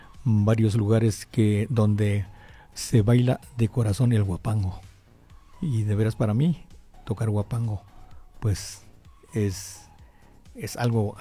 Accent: Huasteca, Mexico; mi pueblo, a mis huastecas.

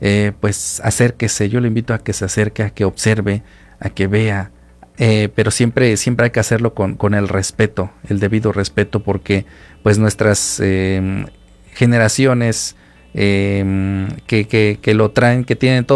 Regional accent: Mexico; como los mexicanos lo decimos coloquialmente

